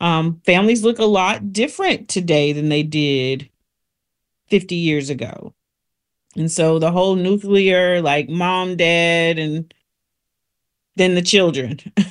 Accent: South Carolina, United States; I'm from South Carolina

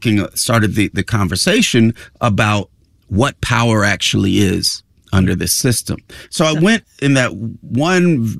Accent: California, United States

